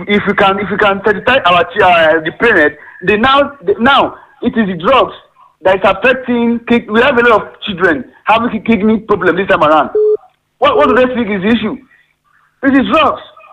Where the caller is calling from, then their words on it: Owo, Ondo, Nigeria; from Owo.